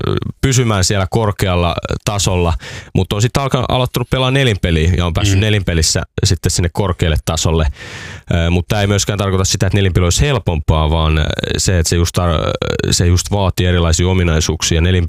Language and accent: Finnish; Porvoo, Uusimaa, Finland; mä tuun Porvoosta, mä oon Porvoosta, niin kaikki on Helsingissä.